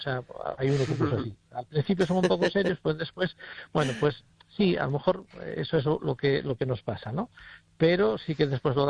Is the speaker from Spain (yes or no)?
yes; Galicia, Spain; que es Galicia está hecha, digamos, por la gente que vivimos y que somos gallegos, y eso es lo principal, creo yo, ¿no?